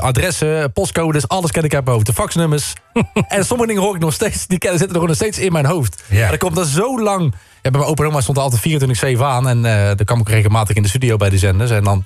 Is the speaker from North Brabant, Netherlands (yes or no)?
yes; Rosmalen, North Brabant, Netherlands; Maar ik kom natuurlijk uit Rosmalen in een bos.